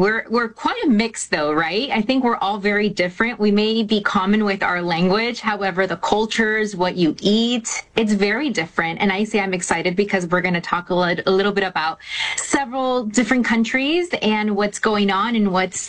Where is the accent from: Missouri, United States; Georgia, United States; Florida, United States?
Florida, United States; I'm a mutt. First and foremost, America. I was, you know, born here, born and raised in South Florida. So I'm, first of all, an American.